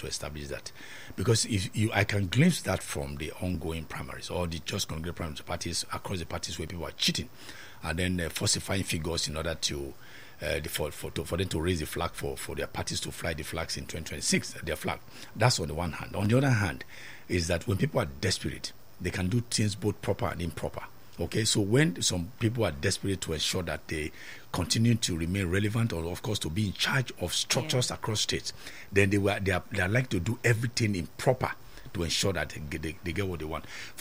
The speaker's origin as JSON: {"language": "English", "country": "Nigeria", "said": "As a parent and as a Nigerian"}